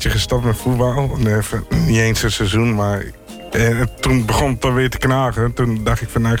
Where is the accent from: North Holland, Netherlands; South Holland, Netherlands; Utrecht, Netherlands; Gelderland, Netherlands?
Utrecht, Netherlands; now in Houten, Netherlands; Ik ben een Utrechter, maar, ja, maar als je in Houten woont, dan ben je een Houtenaar.